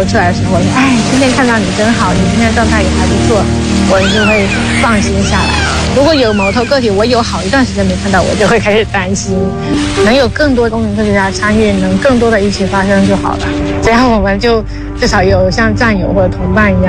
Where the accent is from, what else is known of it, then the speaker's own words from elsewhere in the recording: Xiamen, Fujian, China; 我是厦门人，在鼓浪屿出生。